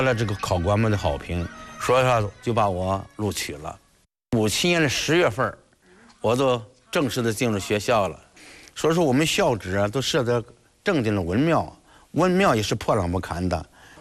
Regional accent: Gaoyang, Hebei, China; also born or lived in Shijiazhuang; 我是1944年出生在河北省保定地区高阳县雷掌村。从我记忆当中，我们那儿地方非常的贫困，

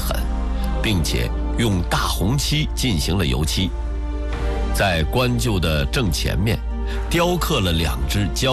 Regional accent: Pingshan, Hebei, China; 我的家乡河北省平山县距陕西省眉县千里之遥，那时交通十分不便，没有汽车，连马车也不是一路顺通。

